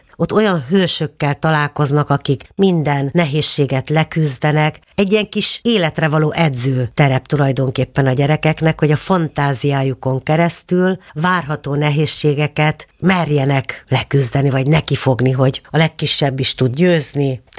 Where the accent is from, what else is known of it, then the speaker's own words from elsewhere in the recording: Tolna, Hungary; úgyhogy érdekes hangulatban nőttem én ott fel. De édesapám, miután hazakerült a fogságból, megvett egy örei nénitől egy félházat.